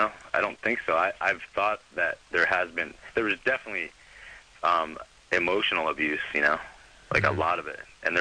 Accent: Florida, United States; But I'm from Florida.

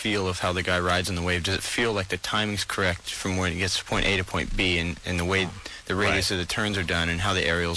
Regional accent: Cocoa Beach, Florida, United States; now in Los Angeles, United States; I'm from Cocoa Beach.

